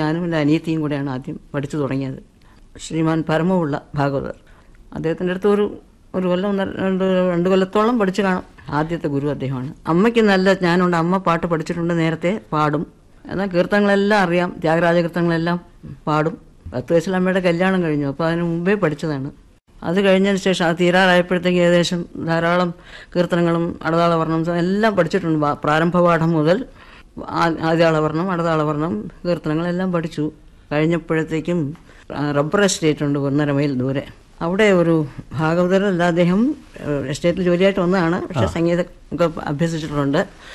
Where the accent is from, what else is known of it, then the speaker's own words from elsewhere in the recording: Elavannur, Kerala, India; also born or lived in Parassala; അപ്പൊ ഞാൻ ജനിച്ചത് പാറശാലയാണ്. അച്ഛൻ സ്കൂൾ ടീച്ചറായിരുന്നു. അച്ഛന് പ്രൊമോഷനായിട്ട് അടൂറിൻ്റെ അടുത്ത് ഒരു നാട്ടിൻപുറം ഇളവണ്ണൂർ എന്നുള്ള സ്ഥലത്ത് ഒരു പ്രൈമറി സ്കൂൾ ഹെഡ് മാസ്റ്ററായിട്ട് പ്രൊമോഷൻ കിട്ടി.